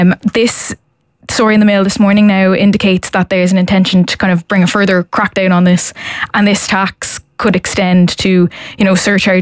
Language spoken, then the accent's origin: English; Cork, Munster, Ireland; I'm from Cork